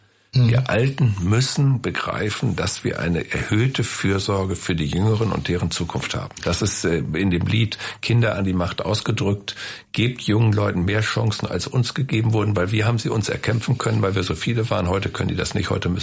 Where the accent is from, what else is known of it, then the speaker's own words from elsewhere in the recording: Osnabrück, Lower Saxony, Germany; now in Hannover, Germany; Und das ist meine Heimatstadt, das bleibt meine Heimatstadt. Jetzt lebe ich ja bei Hannover, aber bin oft in Osnabrück